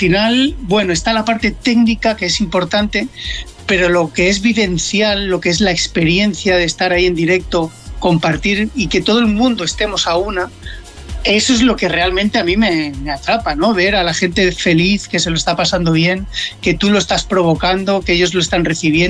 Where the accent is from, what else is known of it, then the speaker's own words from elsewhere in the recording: Mallorca, Balearic Islands, Spain; Sí, yo, bueno, vengo de Mallorca